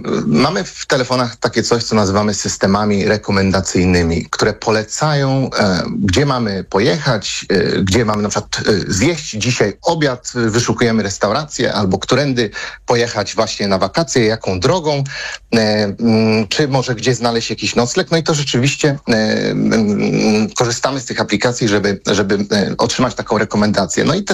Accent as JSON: {"language": "Polish", "region": "Lower Silesian Voivodeship", "country": "Poland", "tie": "born or raised there", "said": "Ja tu przytaczam często przykład trochę z moich rodzinnych stron. Drogi do Karpacza w Sudetach"}